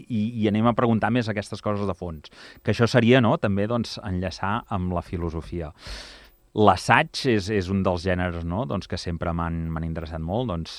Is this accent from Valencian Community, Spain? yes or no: no; Igualada, Catalonia, Spain; jo sóc d'Igualada